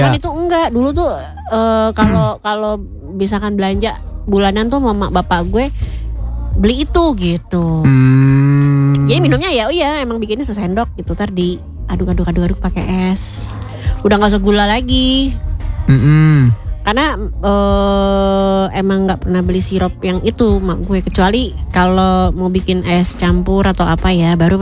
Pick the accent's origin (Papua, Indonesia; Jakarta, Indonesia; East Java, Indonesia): Jakarta, Indonesia; Kan gue hidup di Jakarta Barat ya. Gue hidup di Jakarta Barat. Maksud gue kecilnya gue di Jakarta Barat.